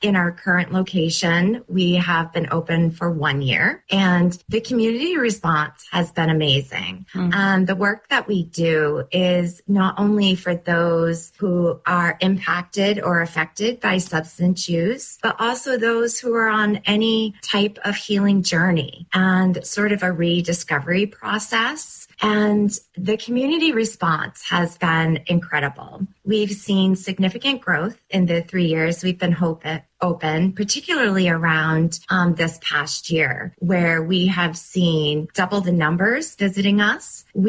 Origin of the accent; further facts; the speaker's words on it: Farmington, Maine, United States; So I am originally from Farmington.